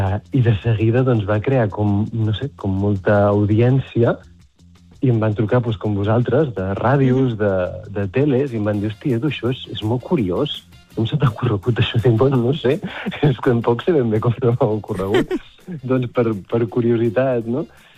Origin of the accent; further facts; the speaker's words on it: Girona, Catalonia, Spain; born there; Li dius a un de Girona, que jo vaig néixer a Girona